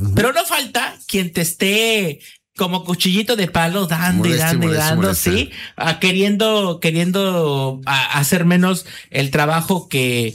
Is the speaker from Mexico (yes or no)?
yes; Mexico; me da mucho orgullo ser mexicano